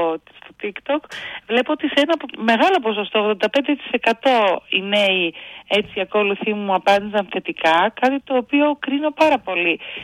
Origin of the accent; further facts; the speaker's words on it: Kozani, Western Macedonia, Greece; now in Thessaloniki, Greece; Εγώ, όπως σας είπα, μένω πάρα πολλά χρόνια στη Θεσσαλονίκη, γιατί έχω γεννηθεί και έχω μεγαλώσει στην Κοζάνη, έχω καταγωγή από τα Γρεβενά, αλλά είμαι πάρα πολλά χρόνια εδώ